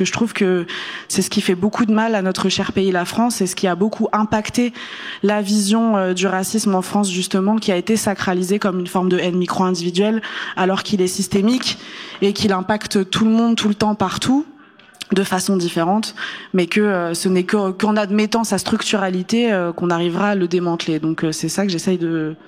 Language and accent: French; Kabylie, Algeria; je suis algérienne et que en fait j'ai du sang révolutionnaire. En plus je suis kabyle, donc moi je suis quadruplement colonisée